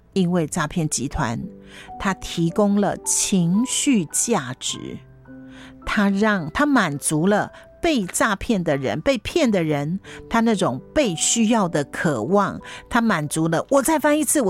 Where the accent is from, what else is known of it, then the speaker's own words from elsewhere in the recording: Taiwan; 我们台湾人说挑工就是这样来的。